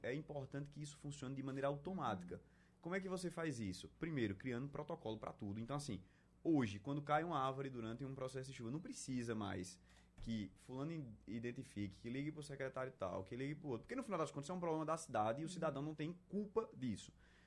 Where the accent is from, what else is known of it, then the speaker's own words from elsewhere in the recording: Recife, Pernambuco, Brazil; born there; eu nasci aqui em Recife, fui para o interior, voltei para estudar na universidade, estudava na Universidade Federal de Pernambuco